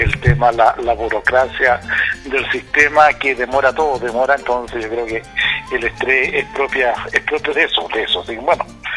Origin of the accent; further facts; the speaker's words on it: Chile; Nosotros como chilenos celebramos el Día del Minero, ¿no?